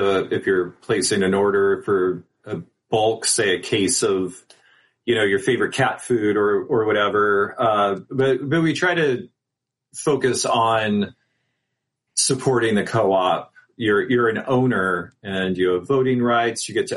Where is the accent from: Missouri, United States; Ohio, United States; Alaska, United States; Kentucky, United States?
Missouri, United States; also born or lived in West Coast / New York; now in Chicago, United States; Grew up the first part of my life in Missouri, then moved to the West Coast, moved around a bit, lived in upstate New York before moving to Chicago.